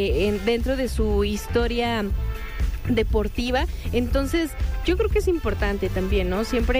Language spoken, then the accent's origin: Spanish; Mexico; estos deportistas que como mexicanos nos están representando